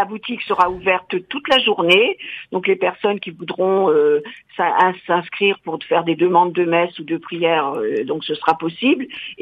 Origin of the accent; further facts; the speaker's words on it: La Ferté-Macé, Normandy, France; moi, je suis de la région, je suis de la Ferté-Massé.